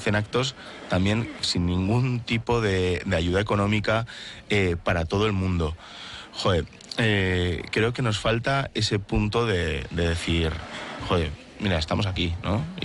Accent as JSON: {"language": "Spanish", "town": "Vitoria-Gasteiz", "region": "Basque Country", "country": "Spain"}